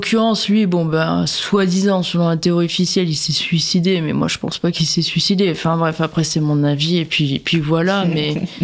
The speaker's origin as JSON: {"language": "French", "region": "Hauts-de-France", "country": "France", "said": "Bah, je viens du Nord, j'aime bien tout ce qui est houblonné et tout"}